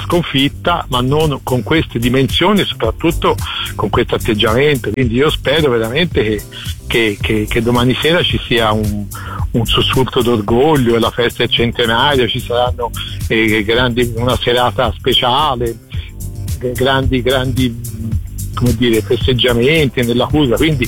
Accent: Florence, Tuscany, Italy; lo dico da fiorentino

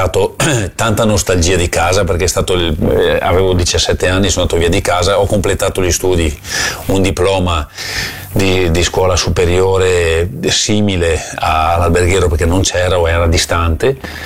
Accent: Selvazzano Dentro, Veneto, Italy; moved away; del mio paese, lo nomino perché mi emoziona, Caselle di Selvazzano

